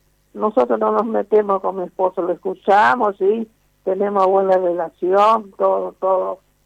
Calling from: Buenos Aires Province, Argentina; soy de la provincia de Buenos Aires

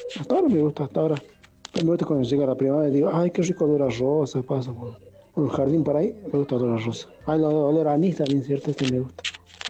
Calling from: Claypole, Buenos Aires Province, Argentina; de acá en la localidad de Claypole, Buenos Aires.

